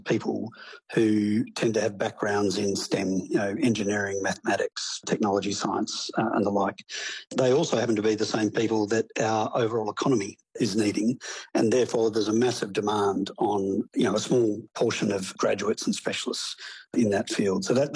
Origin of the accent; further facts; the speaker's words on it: Australia; As an Australian, I'm slightly concerned, so I would expect most Australians would be.